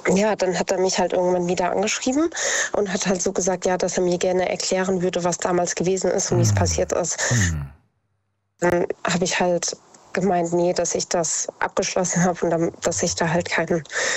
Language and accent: German; Idstein, Hesse, Germany; born or raised there